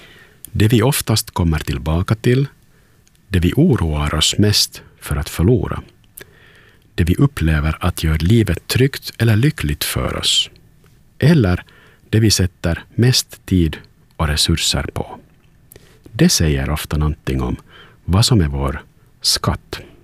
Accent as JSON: {"language": "Swedish", "town": "Turku", "region": "Southwest Finland", "country": "Finland"}